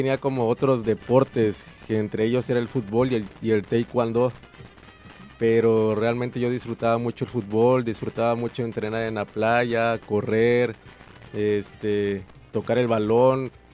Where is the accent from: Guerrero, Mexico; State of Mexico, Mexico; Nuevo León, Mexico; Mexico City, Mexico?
Guerrero, Mexico; Acapulco; yo soy 100% acapulqueño, nací aquí en Acapulco